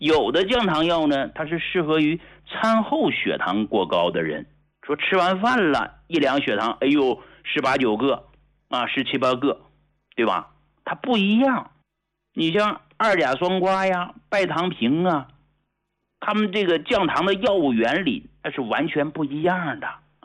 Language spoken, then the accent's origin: Chinese; Hegang, Heilongjiang, China; moved away as an adult; now in Beijing, China; 我是从农村走出来的，我是从黑龙江鹤岗工农区走出来的